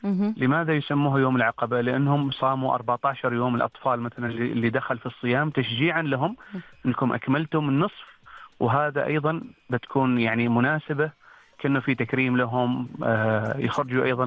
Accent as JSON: {"language": "Arabic", "town": "Muscat", "region": "Muscat Governorate", "country": "Oman"}